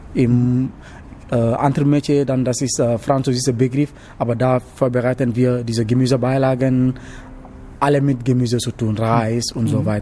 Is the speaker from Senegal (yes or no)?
yes; Dakar, Senegal; German is a second language; now in Germany; Ja, ich komme genau da im Hauptstadt, also in einer Teile in der Stadtviertel.